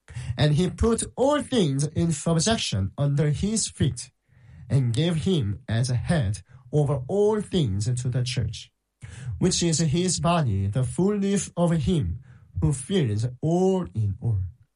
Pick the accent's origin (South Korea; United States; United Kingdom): South Korea; now in Ghana; And I am the missionary from South Korea.